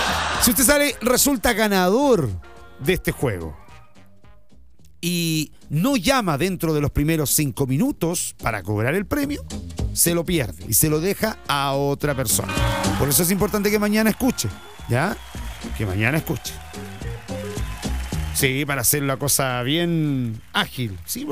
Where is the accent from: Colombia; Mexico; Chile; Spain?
Chile; Crecí en Población Van. Soy de Población